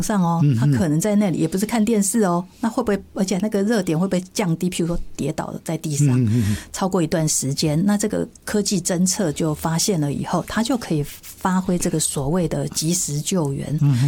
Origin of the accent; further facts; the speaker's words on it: China; 我们中国人有句古话嘛，哦、那个酒逢知己千杯少嘛，话不投机半句多。